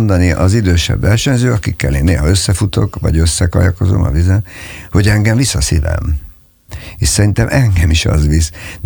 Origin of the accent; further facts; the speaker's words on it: Hungary; egy hatalmas angol parkban nőttem föl, két kastélyban, aminek az egyik vége a Balaton volt. Édesanyám üdülővezető volt.